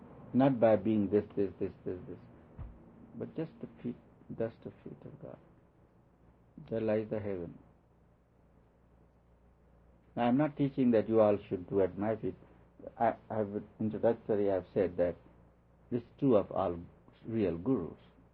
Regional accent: India; now in United States; Not because I'm Indian. I think I'm as good an Indian as I'm good American.

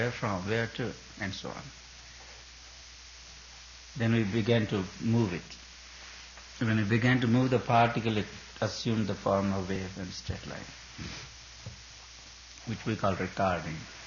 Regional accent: India; English is a second language; moved away; I come from India, I don't know English.

